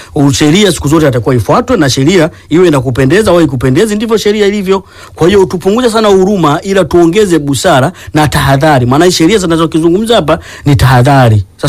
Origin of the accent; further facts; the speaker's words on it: Lindi, Tanzania; Mimi nimetoka zangu bana Lindi, lakini nimekuja hapa, mimi sina ndugu.